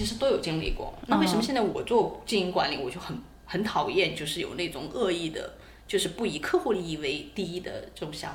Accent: Jiangsu, China; 然后你知道我是江苏人，

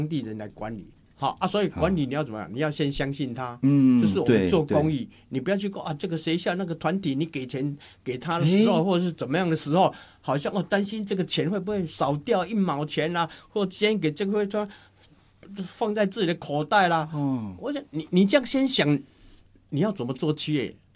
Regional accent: Taiwan; 尤其我们台湾人都很喜欢做大量，好比像可乐一样

